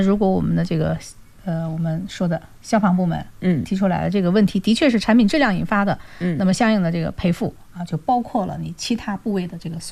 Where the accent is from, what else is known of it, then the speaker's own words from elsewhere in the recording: China; 我们中国人呢是讲究锅气的